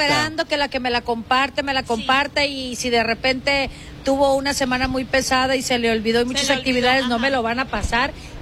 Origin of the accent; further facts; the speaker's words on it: Sinaloa, Mexico; Tengo que generalizar, sí, porque soy parte de Sinaloa.